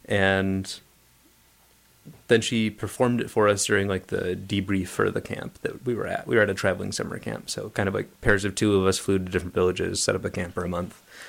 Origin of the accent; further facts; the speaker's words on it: Buffalo, New York, United States; is from my hometown, Buffalo.